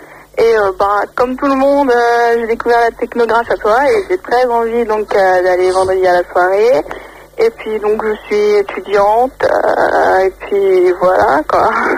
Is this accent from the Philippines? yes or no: no; Brazil; Bon, moi j'ai 19 ans, alors je suis brésilienne.